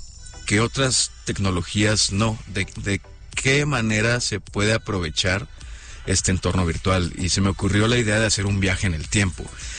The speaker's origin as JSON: {"language": "Spanish", "town": "Monterrey", "region": "Nuevo León", "country": "Mexico", "tie": "born or raised there", "moved": "as an adult", "said": "Yo soy de Monterrey, yo nací en Monterrey, casi toda mi vida me vi rodeado de estas montañas y me dio una nostalgia infinita por el noreste, por la tierra donde yo siento mis raíces"}